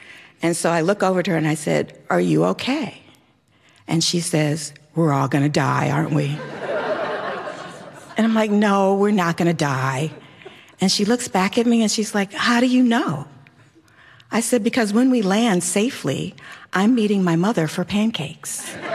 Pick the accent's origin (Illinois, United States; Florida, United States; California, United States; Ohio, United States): Illinois, United States; Chicago; also born or lived in upstate New York; now in Watertown, Massachusetts, United States; I grew up in Chicago too